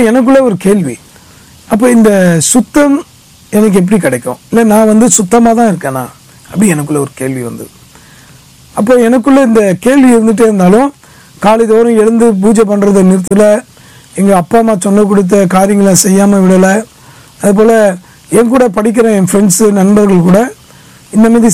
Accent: Chennai, Tamil Nadu, India; சென்னையில் பிறந்து வளர்ந்தாலும் விஸ்மாம்பலத்தில் அக்ரகாரத்தில் பிறந்தேன்.

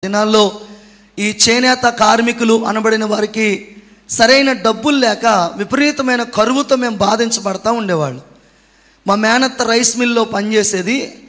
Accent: Andhra Pradesh, India; born there; మా ఊరికి 7 కిలోమీటర్ల దూరంలో దగ్గులూరు అనే ఊరుంది. అది భీమవరం నుండి పాలకొల్లు వెళ్తుంటే మధ్యలో తగులుతుంది.

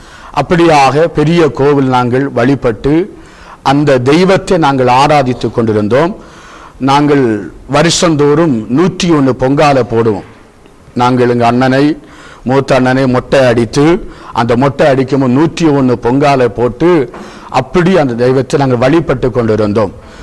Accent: Kollencode, Tamil Nadu, India; born or raised there

